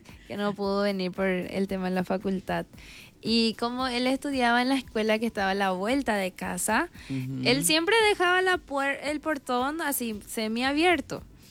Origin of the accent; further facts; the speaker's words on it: Paraguay; Empecé con la música paraguaya, entonces me encanta porque es nuestra identidad, nuestra es la que nos identifica como buenos paraguayos